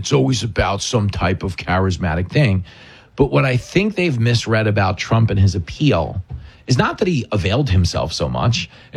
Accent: New York, United States; Like, so I grew up on Long Island. And I remember growing up here when I had never left here

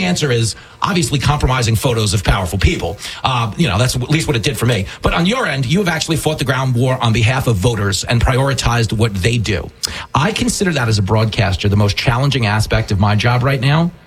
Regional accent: Levittown, New York, United States; I grew up in America. I'm 49 years old. Okay, I grew up in Levittown. We have a Levittown, PA. I grew up in Levittown, Long Island. Very similar. Suburban, hardscrabble.

